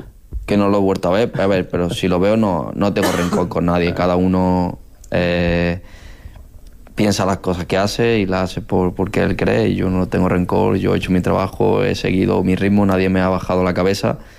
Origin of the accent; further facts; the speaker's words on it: Spain; Tú en España los mejores jugadores del mundo ahora mismo son españoles, somos españoles.